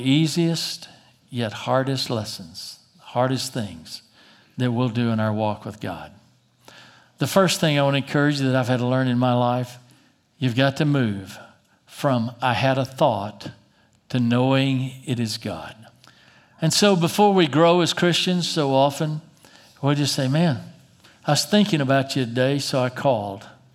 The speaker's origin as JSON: {"language": "English", "town": "Plano", "region": "Texas", "country": "United States", "tie": "born or raised there", "said": "I grew up in Plano, so I can talk about us. But Plano people are different."}